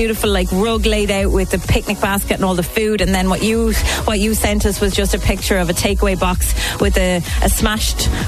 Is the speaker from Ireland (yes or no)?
yes; Ireland; Being Irish, I replied, it's lovely.